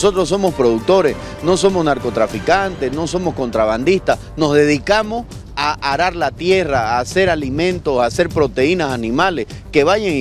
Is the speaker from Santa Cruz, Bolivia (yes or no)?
yes; Santa Cruz, Bolivia; para que nosotros como cruceños veamos qué camino vamos a tomar